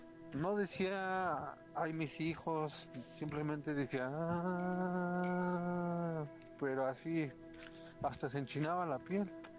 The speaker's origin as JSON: {"language": "Spanish", "town": "Pachuca", "region": "Hidalgo", "country": "Mexico", "said": "Soy de Pachuca, Hidalgo."}